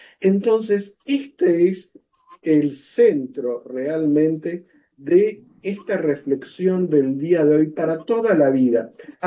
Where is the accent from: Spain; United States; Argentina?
Argentina; Y yo soy originario de Argentina.